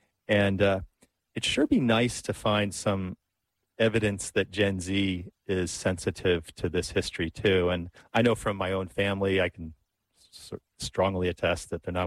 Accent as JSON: {"language": "English", "region": "New Jersey", "country": "United States", "said": "I'm from New Jersey."}